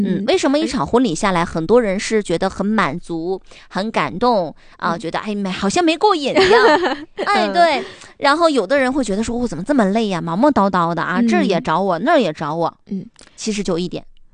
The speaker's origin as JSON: {"language": "Chinese", "town": "Harbin", "region": "Heilongjiang", "country": "China", "said": "我们哈尔滨这边"}